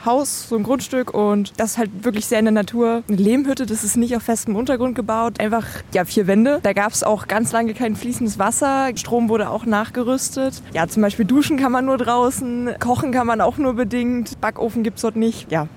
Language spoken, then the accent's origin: German; Halle, Saxony-Anhalt, Germany; ich bin aus Halle und ich fahre heute nach Nötsch